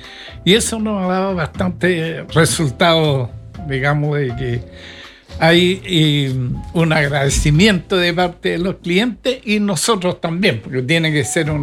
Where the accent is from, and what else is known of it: Concepción, Biobío, Chile